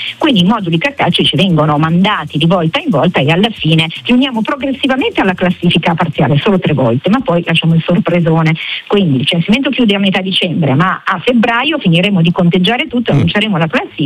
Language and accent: Italian; Lombardy, Italy; Io sono lombarda